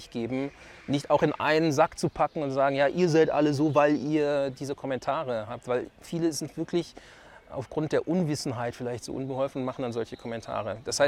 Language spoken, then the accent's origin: German; Germany; born there; ich bin Deutscher, ich bin hier geboren, was willst du mit?